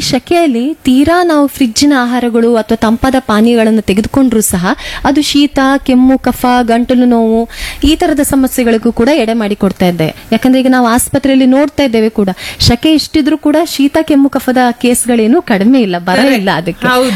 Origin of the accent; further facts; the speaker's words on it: Karnataka, India; ನಮ್ಮ ಊರಲ್ಲಿ 40°C ಇಲ್ಲದೆ ಇದ್ರೂ ಸಹ 35°C ನಮ್ಗೆ ಸಾಕಾಗ್ತದೆ ಉಡುಪಿ ಮಂಗಳೂರಿನವರಿಗೆ.